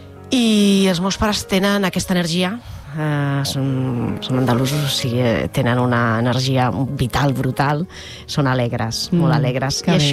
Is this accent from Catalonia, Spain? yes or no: yes; Terrassa, Catalonia, Spain; born there; jo vaig néixer a Terrassa, soc terrassenca, fa gairebé ja, aviat 51 anys, ni més ni menys.